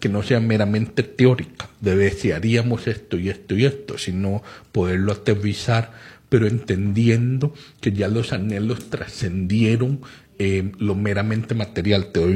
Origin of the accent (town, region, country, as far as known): Costa Rica